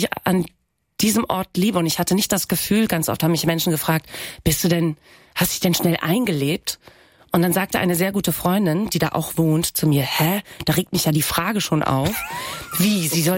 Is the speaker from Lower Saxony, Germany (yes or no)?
yes; Großefehn, Lower Saxony, Germany; also born or lived in Aurich; now in Hamburg, Germany; Ich komme aus Spetzerfeen. Spetzerfeen ist ein Ortsgemeindeteil von Großefeen. Und Großefeen ist laut Gemeindereform von irgendwann in den 90er Jahren, gehört es zum Auricher Wiesmoor 2. Also ich komme wirklich Dorf vom Dorf vom Dorf. Wir kommen direkt vom Kanal.